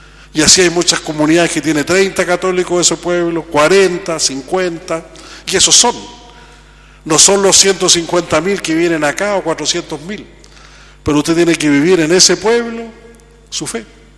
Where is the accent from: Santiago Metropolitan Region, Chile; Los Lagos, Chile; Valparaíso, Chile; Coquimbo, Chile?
Coquimbo, Chile; Hoy día nosotros en la cuarta región tenemos un récord bien particular. Somos la zona de Chile que tiene más adultos mayores